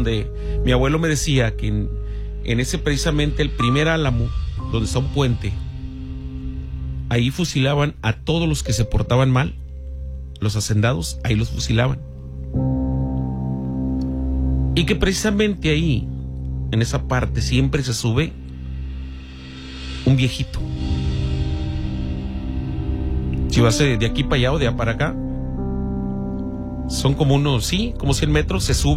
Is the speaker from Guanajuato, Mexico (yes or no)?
no; Coahuila, Mexico; hay un pueblo que se llama Francisco y Madero, ante Chávez. Queda más o menos mi pueblo como a media hora, más o menos.